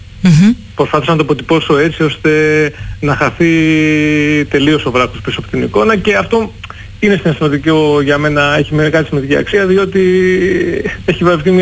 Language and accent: Greek; Patras, Western Greece, Greece; now in Athens, Greece; και πρέπει να φανεί η Αθήνα, αλλά ξέρουν ότι η καταγωγή μου είναι από την Πάτρα.